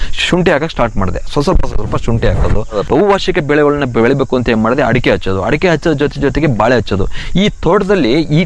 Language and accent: Kannada; Shikaripura, Karnataka, India; also born or lived in Bengaluru; ನಾನು ಶಿವಮೊಗ್ಗ ಡಿಸ್ಟಿಕ್ ಶಿಕಾರ್ಪುರ್ ತಾಲೂಕು ಸಹಸ್ರವಳ್ಳಿ ಗ್ರಾಮದವರು. ನಂದು ಬಿಕಾಂ ಮುಗಿದ ತಕ್ಷಣ ನಾನು ಬೆಂಗಳೂರಿಗೆ ಹೋದೆ.